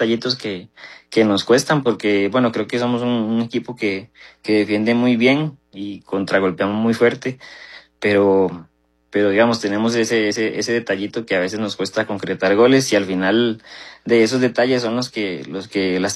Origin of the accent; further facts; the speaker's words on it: Cartago, Costa Rica; born there; Yo nací aquí en Cartago, en el Max